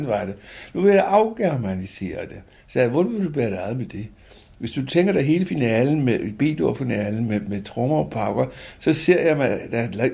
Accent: Copenhagen, Capital Region of Denmark, Denmark; Men jeg er så meget københavner med K, at jeg kan ikke leve andet steds end i København.

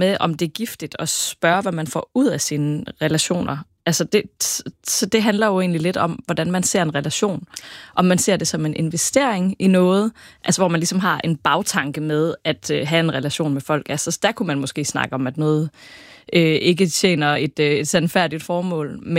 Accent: West Jutland, Denmark; Jeg er også fra Vestjylland.

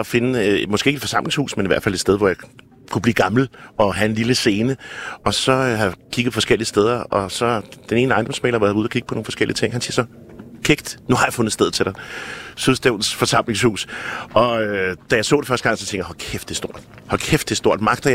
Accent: Copenhagen, Capital Region of Denmark, Denmark; moved away as an adult; now in Zealand, Denmark; Det skal jeg også lige vende mig til som københavner.

